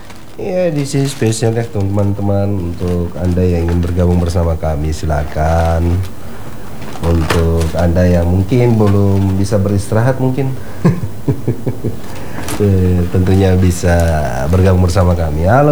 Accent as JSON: {"language": "Indonesian", "town": "Toli-Toli", "region": "Central Sulawesi", "country": "Indonesia", "said": "Dari Sulawesi Tengah kalau saya, dari Sulawesi Tengah."}